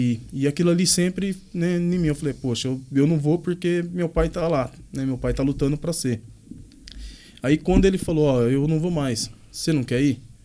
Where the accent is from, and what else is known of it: Monte Alto, São Paulo, Brazil; born or raised there; also born or lived in Nova Resende, Minas Gerais